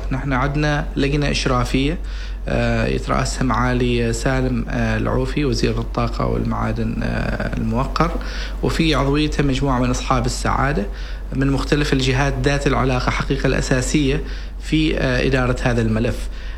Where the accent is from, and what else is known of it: Oman